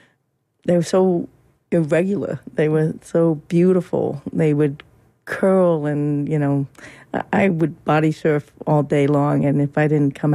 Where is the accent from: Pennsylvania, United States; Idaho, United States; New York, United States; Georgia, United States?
New York, United States; Long Beach; Well, I grew up in Long Beach, Long Island, until I was 10, then I hopefully continue to grow up, but we lived on the ocean.